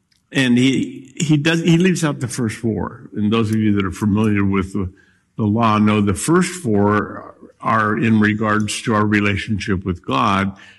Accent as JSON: {"language": "English", "region": "Scotland", "country": "United Kingdom", "said": "I'm Scottish. My dad taught me to save everything."}